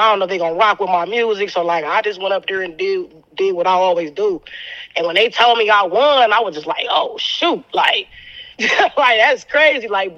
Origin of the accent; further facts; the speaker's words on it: Cleveland, Ohio, United States; I'm from Cleveland, Ohio.